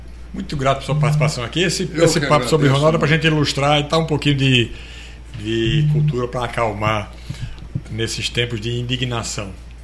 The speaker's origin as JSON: {"language": "Portuguese", "town": "Natal", "region": "Rio Grande do Norte", "country": "Brazil", "said": "daqui de Natal."}